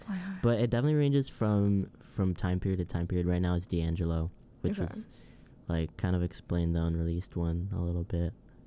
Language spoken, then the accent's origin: English; England, United Kingdom; now in Austin, United States; I grew up in England